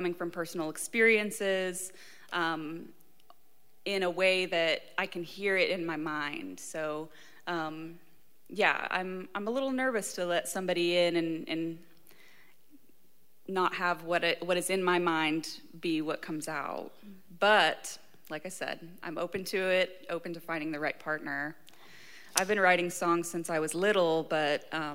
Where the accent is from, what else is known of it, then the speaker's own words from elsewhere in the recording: Knoxville, Tennessee, United States; Yeah, right here in Knoxville, Tennessee. I went to West High School and UT.